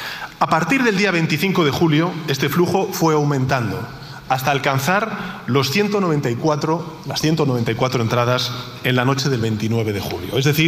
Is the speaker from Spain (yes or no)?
yes; Spain; como presidente del Gobierno de España y como ciudadano español, afirmo que hicieron lo correcto